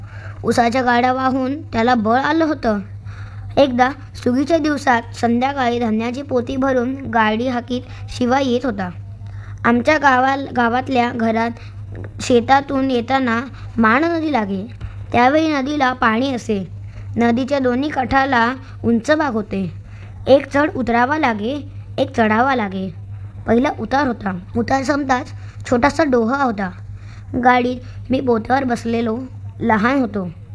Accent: Dighanchi, Maharashtra, India; मला माझं गाव आठवलं। सांगली जिल्ह्यात आटपाडी तालुक्यातलं दिघंची हे माझं गाव।

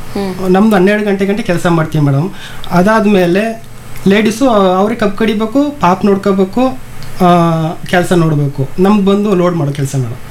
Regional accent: Mysore, Karnataka, India; moved away; ನಮ್ದು ಮೈಸೂರು ಮೇಡಮ್.

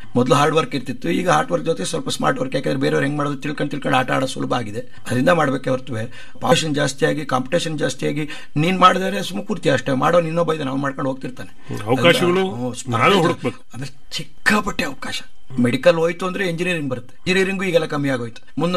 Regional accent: Karnataka, India

